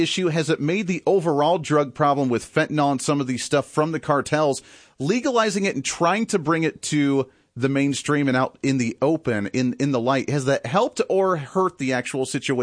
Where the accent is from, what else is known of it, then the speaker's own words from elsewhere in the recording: Bailey, Colorado, United States; moved away as an adult; now in Kansas, United States; I grew up in Colorado as well. I went to my broadcasting school in Denver there. I grew up in the little town of Bailey, Colorado, where I went to high school.